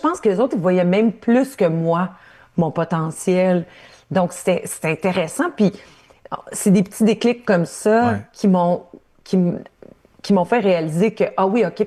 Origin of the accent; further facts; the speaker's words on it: Ontario, Canada; Moi, je viens de l'Ontario, ou je viens de l'Ontario francophone, encore pire